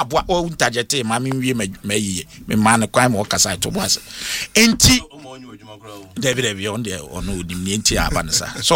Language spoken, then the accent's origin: English; Ghana; I'm speaking as a Ghanaian